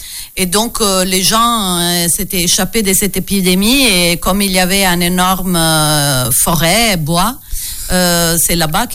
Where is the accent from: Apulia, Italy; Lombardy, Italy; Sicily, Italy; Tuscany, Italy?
Apulia, Italy; French is a second language; now in France; c'est très pratique de savoir où me trouver en Italie. Il faut aller sur la pointe extrême du talon.